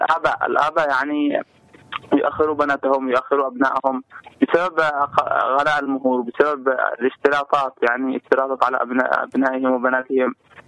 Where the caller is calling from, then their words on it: Taiz, Taiz Governorate, Yemen; الأجواء ما شاء الله عندنا في تعز أمطار